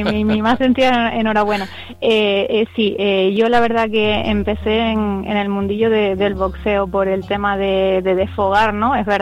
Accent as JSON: {"language": "Spanish", "town": "Lanzarote", "region": "Canary Islands", "country": "Spain", "said": "¿Qué me gustaría lograr? Pues mira, no solo para mi tierra, sino para Canarias en general."}